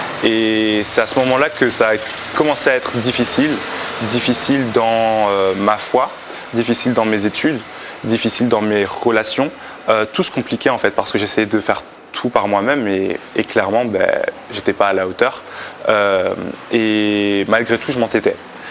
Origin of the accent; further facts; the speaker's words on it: Belgium; Donc j'ai grandi en Belgique, du coup, voilà, j'ai une enfance assez normale avec ma famille qui est chrétienne